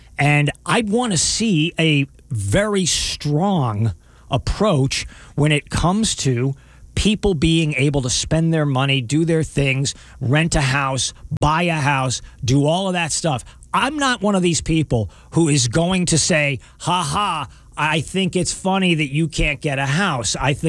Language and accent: English; United States; I happen to like being an American.